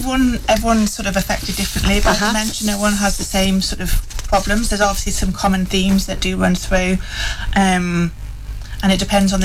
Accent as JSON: {"language": "English", "region": "North East England", "country": "United Kingdom", "said": "I'm from the Northeast."}